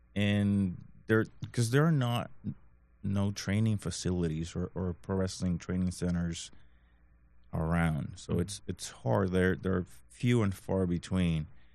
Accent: Puerto Rico; moved away as an adult; now in Junction City, United States; I'm originally from Puerto Rico, so I grew up going to events and watching them, you know, perform.

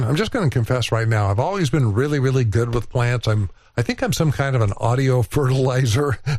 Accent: United States; I'm still an American.

